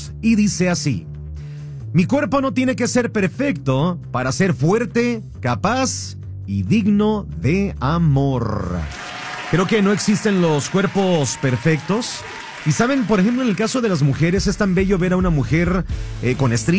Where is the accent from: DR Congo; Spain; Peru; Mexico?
Mexico; nosotros como mexicanos